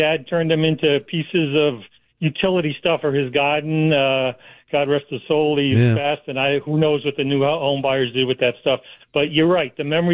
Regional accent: Woonsocket, Rhode Island, United States; also born or lived in Cumberland, Rhode Island; now in Wakefield, United States; I grew up in Cumberland and Woonsocket with all the Canucks from Montreal.

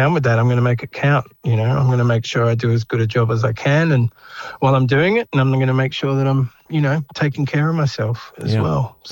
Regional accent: Melbourne, Victoria, Australia; born or raised there; also born or lived in Central Australia

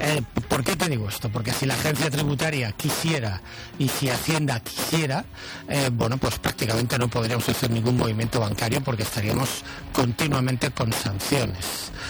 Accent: Valencia, Valencian Community, Spain; En mi ciudad natal, en Valencia

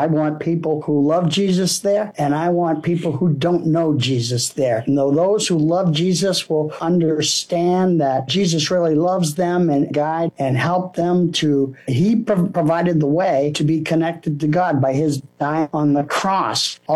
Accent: Essex, Massachusetts, United States; I grew up in Essex here on the North Shore of Boston, and I've served several Methodist churches here all on the North Shore of Boston.

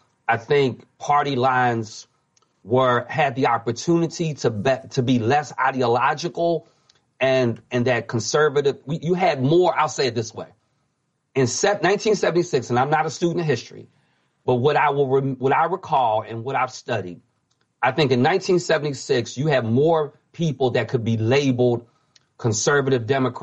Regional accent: Philadelphia, Pennsylvania, United States; I'm from Philadelphia, as you know.

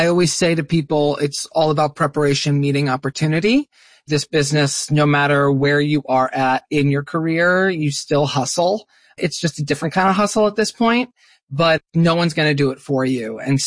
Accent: Darien, Connecticut, United States; moved away; And growing up in Darien, Connecticut, but really my community theater and my theater life was in Stamford, Connecticut at Curtain Call.

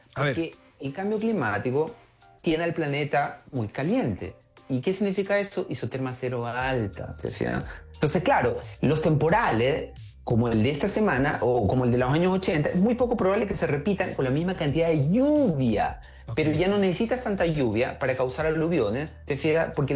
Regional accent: Guayaquil, Guayas, Ecuador; moved away as an adult; yo soy de Guayaquil, de Ecuador. Cuando yo vivía ahí hace largos 25 años, tú tenías 31, 32 grados. Eso era el clima de mi ciudad, Guayaquil.

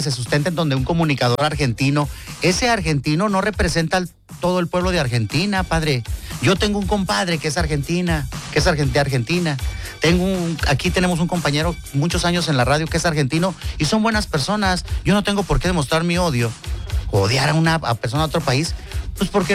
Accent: Mexico; los mexicanos en su mayoría no somos así

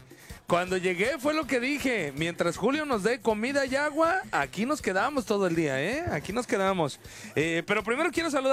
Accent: Morelia, Michoacán, Mexico; moved away; ¡De Morelia también, Betty! Morelia nos ahora sí que Morelia nos vio crecer

